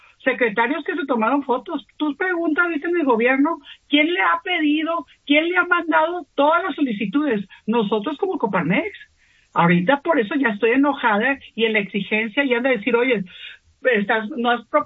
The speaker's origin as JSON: {"language": "Spanish", "region": "Sinaloa", "country": "Mexico", "said": "trabajamos sentados, porque así somos los sinaloenses, de frente, para trabajar y contribuir."}